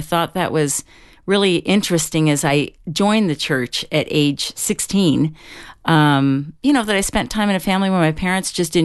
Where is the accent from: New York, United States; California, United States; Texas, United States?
California, United States; South Pasadena; I grew up in Los Angeles in South Pasadena.